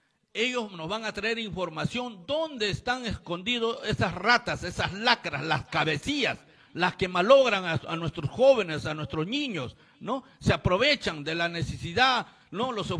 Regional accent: Peru; todos los peruanos

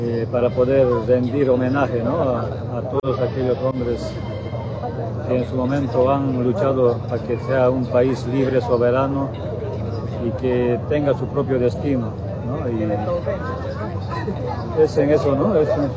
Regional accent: Bolivia

